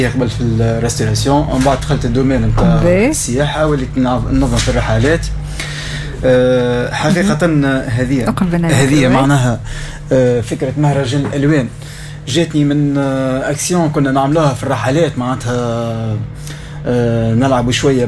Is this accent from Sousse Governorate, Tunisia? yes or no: yes; Sousse Governorate, Tunisia; الشواطئ عندنا في سوسه